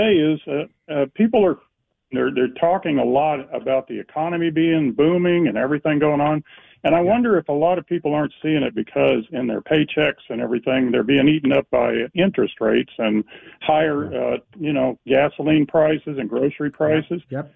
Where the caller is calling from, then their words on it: Florida, United States; also born or lived in Massachusetts; I'm Central Florida, just outside of Orlando.